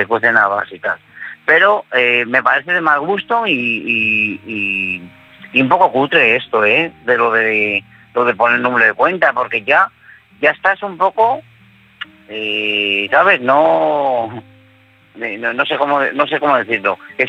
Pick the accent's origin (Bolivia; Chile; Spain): Spain; Madrid, Community of Madrid